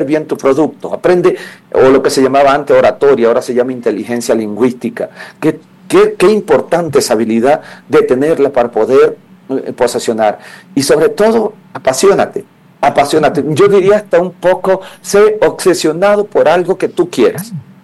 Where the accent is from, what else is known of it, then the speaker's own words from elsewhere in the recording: Manabí, Ecuador; soy manabita, vengo de padres agricultores, caficultores, cuando soy del sur de Manabí, cuando era fuerte el café. Así que vengo desde inicios, pues, sencillos y humildes, mis padres agricultores.